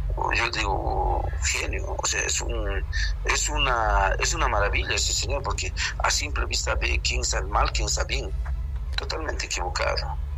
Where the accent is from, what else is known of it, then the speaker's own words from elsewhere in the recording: Bolivia; llamar a la unidad de mi pueblo boliviano, del cual somos nosotros todos. Los bolivianos somos únicos